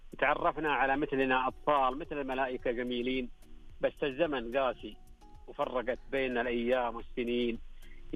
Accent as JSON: {"language": "Arabic", "region": "Makkah Province", "country": "Saudi Arabia", "tie": "born or raised there", "said": "احنا الليله انا طبعا جنوب الطايف في مسقط راسي، قريه اجواء مقمره، اجواء معتدله، بني سعد."}